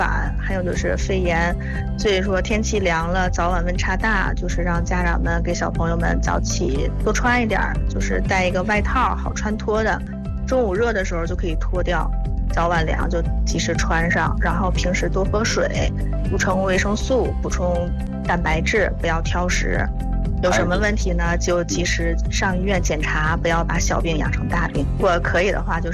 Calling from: Tangshan, Hebei, China; 我是唐山的。

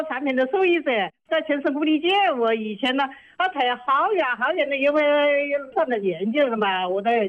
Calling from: Hunan, China; 我是湖南的

